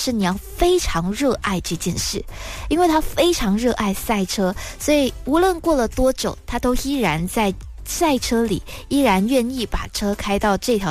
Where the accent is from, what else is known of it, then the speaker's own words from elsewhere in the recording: Malaysia; 有作为马来西亚人的自豪